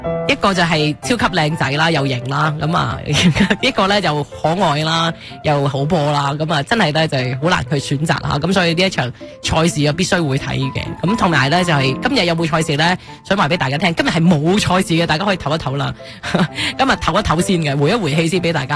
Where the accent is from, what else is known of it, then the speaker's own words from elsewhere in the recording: Canada; 尤其我哋加拿大人方面啦，今年系我哋嘅主办其中一个主办国啊嘛